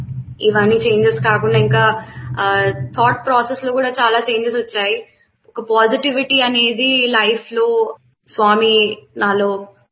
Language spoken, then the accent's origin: Telugu; Hyderabad, Telangana, India; moved away as an adult; now in Dehradun, India; నా home town Hyderabad. Present నేను ఇప్పుడు దేహ్రాదూన్ లో ఉంటున్నాను.